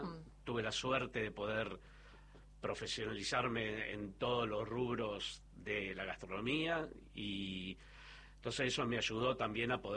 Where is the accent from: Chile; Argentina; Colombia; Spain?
Argentina; Y porque somos argentinos.